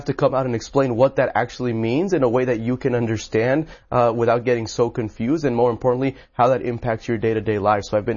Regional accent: College Station, Texas, United States; Well, so I grew up in College Station, Texas. You know, it's a pretty conservative place

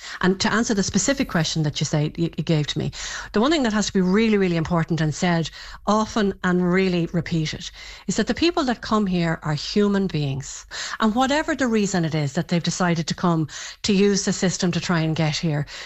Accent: Ireland; We completely agree, and I'm from Ireland.

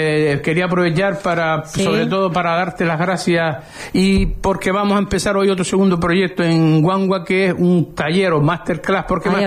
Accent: Arrecife, Canary Islands, Spain; also born or lived in La Tiñosa; Porque yo empecé desde niño viviendo, vine, me trasladé de La Tiñosa de Arrecife, y creo que tengo, por lo menos yo mismo me tengo un compromiso moral con Arrecife.

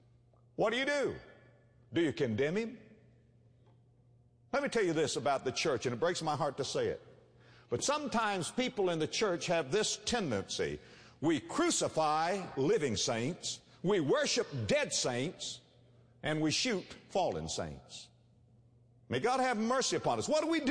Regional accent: West Palm Beach, Florida, United States; I was raised in West Palm Beach, Florida. One of the things that we love to do in the wintertime, my brother and I, was to collect coconuts and sell them to the Yankees.

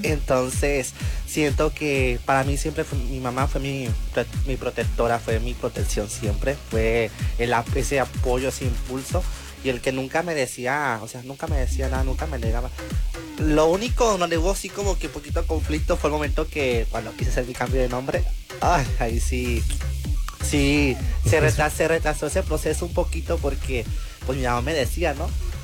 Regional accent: Tomatlán, Jalisco, Mexico; also born or lived in Tepic, Nayarit; now in Bahía de Banderas, Mexico; Yo toda mi vida la viví en un pueblo. Yo soy del municipio, o sea, nací en Tepic, pero yo a los 6 años partí al municipio de Tomatlán y me crié en un pequeño pueblo.

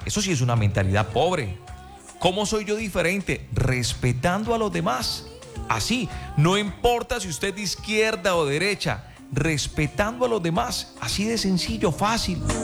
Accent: Cúcuta, Norte de Santander, Colombia; Yo soy cucuteño.

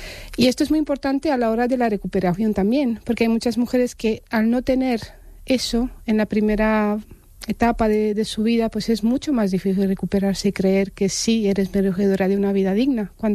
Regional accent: Romania; born there; Spanish is a second language; porque yo nací en Rumanía, en una familia de clase obrera. En los últimos años de la Guerra Fría.

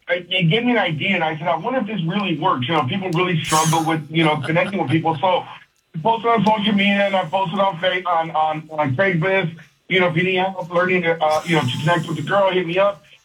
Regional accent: California, United States; Back in California when I came, that's where I came from. I came from California years ago

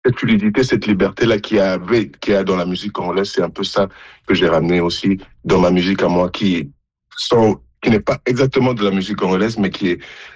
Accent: DR Congo; born or raised there; now in Montreal, Canada

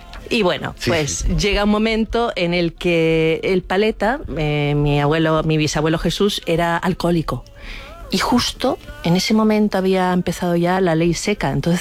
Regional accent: Chile; born there; yo nací en Chile, mi madre es chilena, hija de todas las mezcolanzas de ahí de Chile, ¿no? Y mi padre es español.

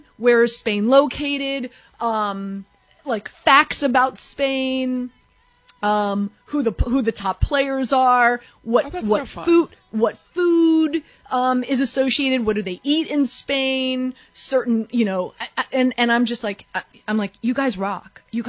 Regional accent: Miami, Florida, United States; Well, I'm born and raised in Miami.

